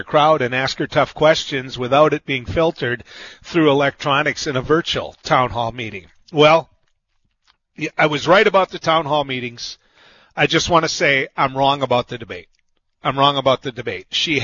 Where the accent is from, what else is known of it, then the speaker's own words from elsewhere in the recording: North Dakota, United States; my home state, representing North Dakota.